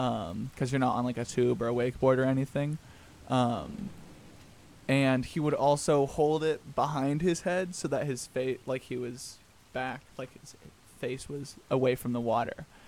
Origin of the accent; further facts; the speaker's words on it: United States; a much smaller lake near my hometown, mm-hmm. In Tinyville, USA, and not a real place